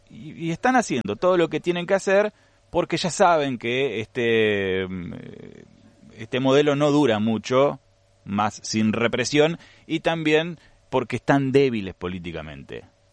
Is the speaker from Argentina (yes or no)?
yes; Argentina; somos todos argentinos.